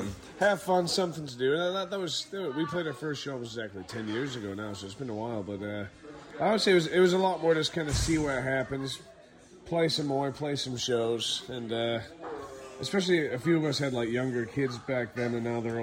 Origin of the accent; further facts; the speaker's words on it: Vancouver, British Columbia, Canada; I'm from Vancouver.